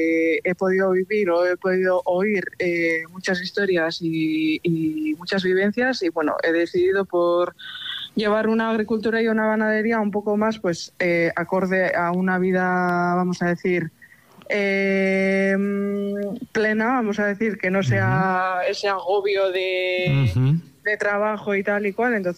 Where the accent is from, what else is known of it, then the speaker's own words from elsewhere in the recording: Hernani, Basque Country, Spain; soy de Hernani, del caserío Arriatzu, y bueno, soy agricultora y ganadera. Bueno, soy la cuarta generación en este caserío